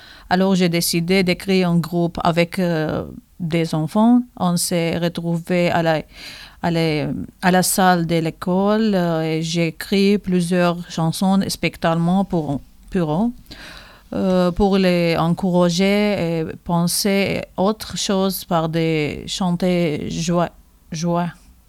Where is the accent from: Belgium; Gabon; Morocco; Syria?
Syria; French is a second language; moved away as an adult; now in France; Je suis arménienne de Syrie. Dans mon pays, j'étais chanteuse. Je suis aujourd'hui installée en France depuis 2023. Je suis réfugiée. Je prends des cours français